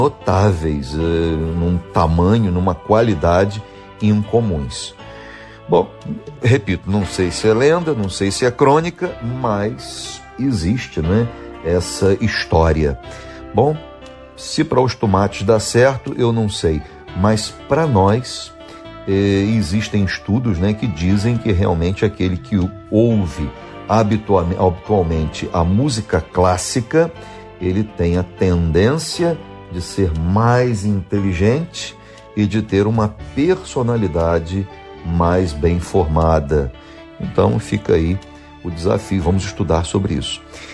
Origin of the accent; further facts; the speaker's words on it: Rio de Janeiro, Brazil; born there; perto de onde eu nasci, perto no norte fluminense, né?